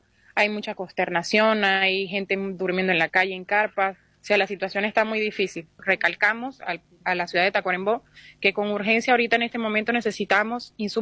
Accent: Caracas, Capital District, Venezuela; Bueno, mi familia, yo soy de Caracas, donde hubo grandes daños.

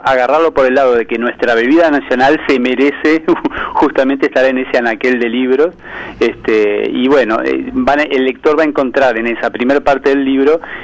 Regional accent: Uruguay; los uruguayos somos de tomar el termo con el antebrazo

